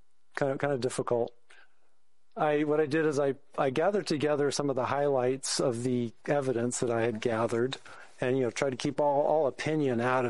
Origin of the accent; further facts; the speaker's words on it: San Jose, California, United States; when I migrated down to San Jose, my hometown